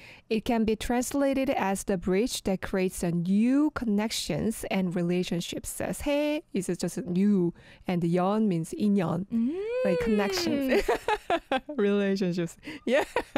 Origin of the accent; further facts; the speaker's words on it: Jeju, South Korea; And personally, I think growing up in Jeju is a privilege.